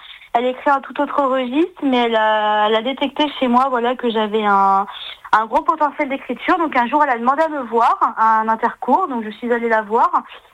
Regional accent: Auvergne-Rhône-Alpes, France; now in Moulins, France; j'ai 24 ans, j'aurai 25 ans en décembre. Je suis originaire de Maudusson dans l'Allier et je vis sur Moulins.

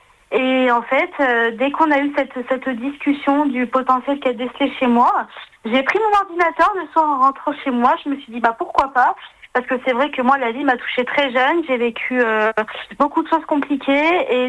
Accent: Auvergne-Rhône-Alpes, France; now in Moulins, France; j'ai 24 ans, j'aurai 25 ans en décembre. Je suis originaire de Maudusson dans l'Allier et je vis sur Moulins.

